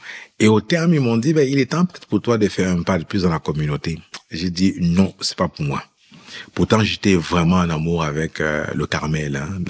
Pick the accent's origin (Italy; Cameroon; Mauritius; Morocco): Cameroon; moved away; je suis né au Cameroun. Voilà, et puis j'ai grandi au Cameroun, puis ma famille a immigré en France. J'ai fait le petit séminaire au Cameroun